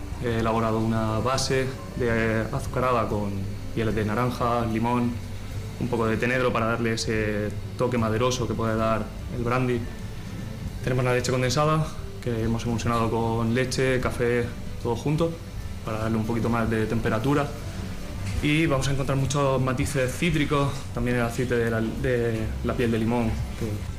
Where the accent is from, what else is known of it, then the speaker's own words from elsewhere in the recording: Region of Murcia, Spain; Soy de Murcia y en la zona de Cartagena tenemos un gran café que se llama Asiático.